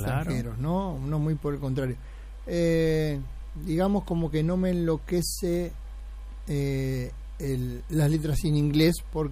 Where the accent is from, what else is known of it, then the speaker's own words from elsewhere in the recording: Uruguay; nuestro Uruguay es pequeño